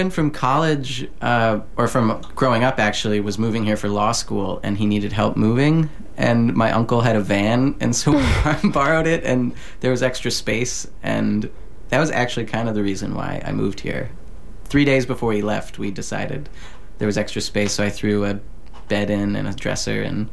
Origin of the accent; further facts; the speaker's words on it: Lancaster, Pennsylvania, United States; my hometown in Lancaster, Pennsylvania